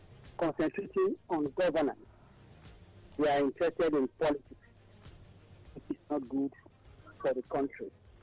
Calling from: Nigeria; I'm calling from Abanaja in Ikoton.

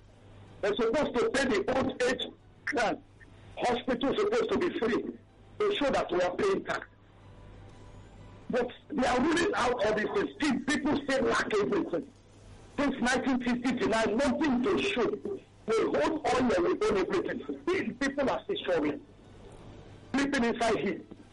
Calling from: Ojo, Lagos, Nigeria; I'm calling from Ojo.

